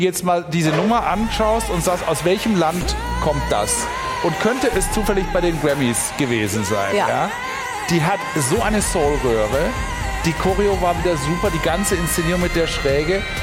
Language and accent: German; Rhineland, Germany; ich bin ja auch Rheinländer